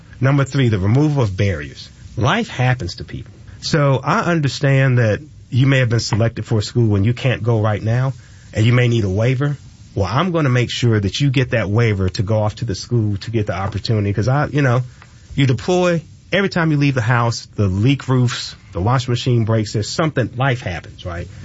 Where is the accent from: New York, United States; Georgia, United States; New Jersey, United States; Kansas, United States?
Georgia, United States; Fort Valley; I grew up in Fort Valley, Georgia. Now, I will say I've always been proud to be from Fort Valley.